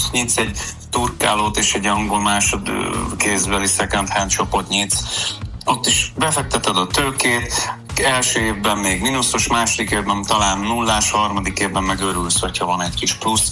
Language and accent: Hungarian; Hungary